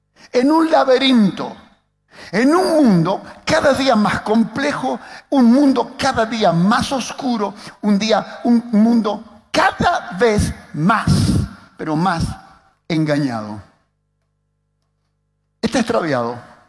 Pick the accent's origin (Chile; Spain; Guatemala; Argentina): Argentina; Che, como argentino.